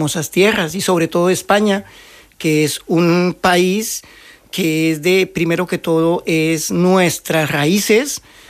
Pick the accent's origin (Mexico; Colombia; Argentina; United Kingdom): Colombia; moved away as an adult; Primero que todo, como colombiano que me siento, haber llegado a esta tierra que soñé desde muy joven.